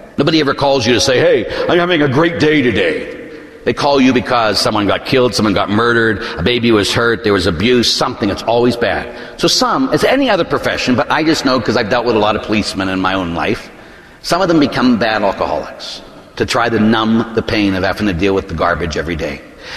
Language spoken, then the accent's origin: English; Pittsburgh, Pennsylvania, United States; born or raised there